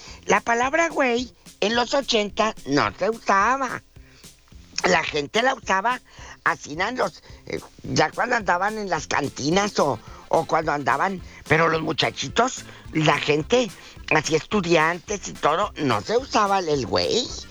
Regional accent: Matamoros, Tamaulipas, Mexico; moved away; allá en mi tierra, en Matamoros

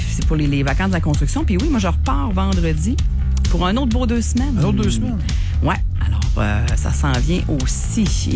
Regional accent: Quebec, Canada; chez nous au Saguenay-Lac-Saint-Jean

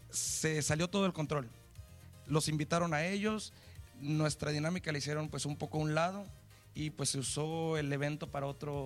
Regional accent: Nayarit, Mexico; somos un grupo norteño aquí, originarios la mayoría, todos de Tepic, pero de diferentes, o sea, de Tepic, de otros municipios y así, pero pues de Nayarit más que nada.

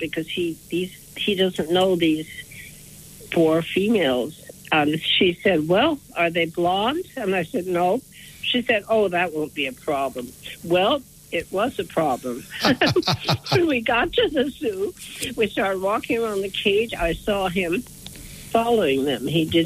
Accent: North Dakota, United States; I'm from North Dakota, and I had no idea of this area until last year.

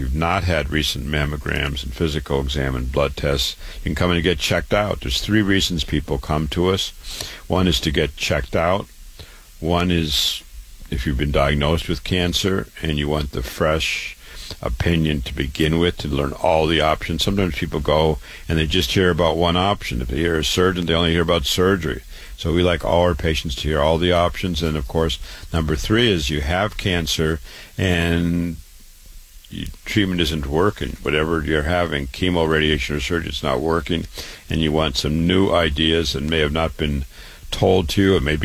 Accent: Waterloo, Iowa, United States; I was born and raised in Waterloo, Iowa.

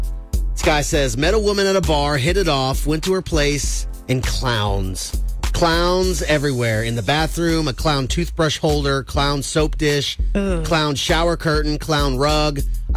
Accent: Indiana, United States; Pet chickens, I've seen them before because I grew up in Spencer County.

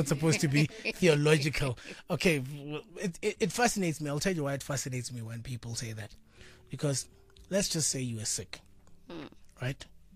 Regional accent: Seshego, Limpopo, South Africa; shout out to my people in Seshego. That's where I come from.

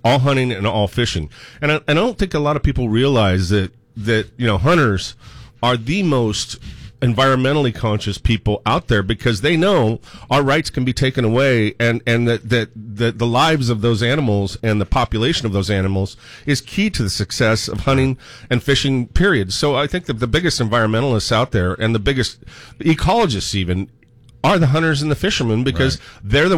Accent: Oregon, United States; I grew up in Eastern Oregon. I grew up on a ranch.

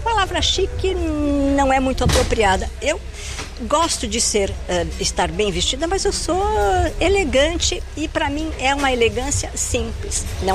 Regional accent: Brazil; now in Paris, France; Quando eu falo francês, eu digo que eu sou brasileira. Ai, mas você fala tão bem. Eu falo, j'ai un accent quand même.

